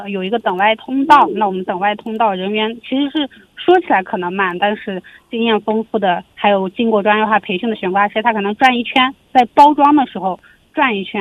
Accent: Xinjiang, China; 咱们新疆这边

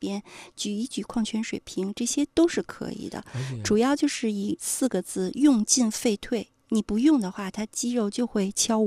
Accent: China; 特别是我们中国人

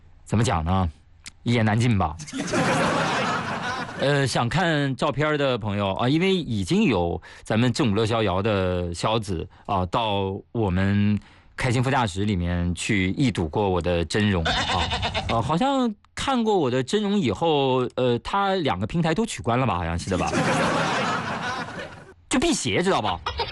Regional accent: Shanxi, China; moved away; 那就是我的老家山西。

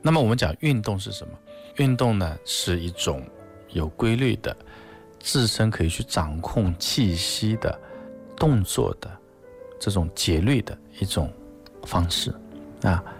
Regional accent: China; 那我们中国人呢，他也是讲究一种中正的饱满的一种气象。

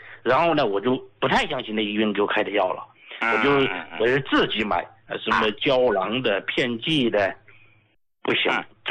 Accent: Sichuan, China; accent: Sichuan; 用我们四川话讲呢，那睡的踏实了。

